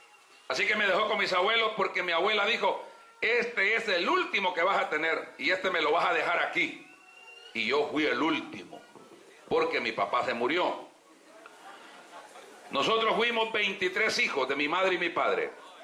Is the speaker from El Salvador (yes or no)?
yes; El Salvador; also born or lived in Honduras; Soy hondureño por nacimiento, de padres salvadoreños. Y soy salvadoreño por crecimiento.